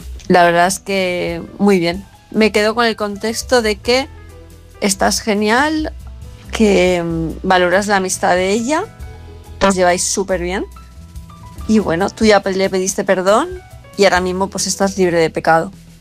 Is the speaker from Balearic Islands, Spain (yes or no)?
yes; Palma de Mallorca, Balearic Islands, Spain; de Palma de Mallorca, y este mensaje es para Jorge.